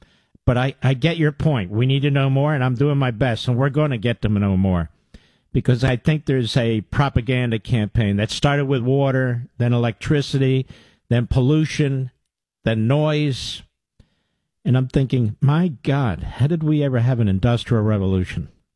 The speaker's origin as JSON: {"language": "English", "region": "Pennsylvania", "country": "United States", "said": "Yeah, I'm from Montgomery."}